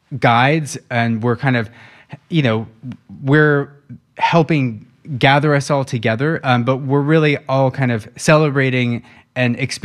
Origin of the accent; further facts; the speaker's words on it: Sunriver, Oregon, United States; moved away as an adult; also born or lived in Los Angeles / London; I grew up in Sun River, Oregon